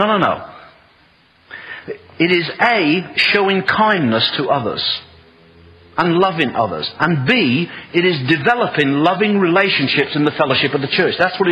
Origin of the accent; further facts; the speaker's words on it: United Kingdom; I'm typical British.